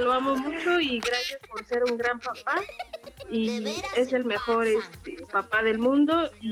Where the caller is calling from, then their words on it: Chalco, State of Mexico, Mexico; Yo vivo en San Gregorio Cuauhtzingo, Chalco, Estado de México.